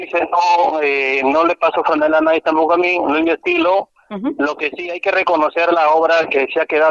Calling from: Lambayeque, Peru; de Caserío Los Vances.

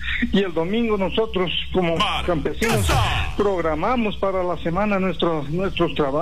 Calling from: Tumbadén district, San Pablo province, Cajamarca, Peru; También de acá, un caserío antiguo, La Ruda, distrito de Tumbarén, provincia de San Pablo.

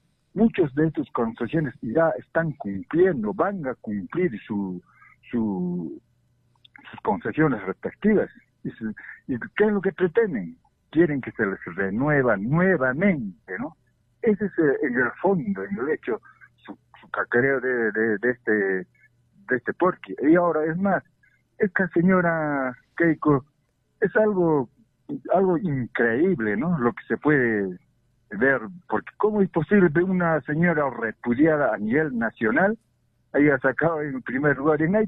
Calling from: Peru

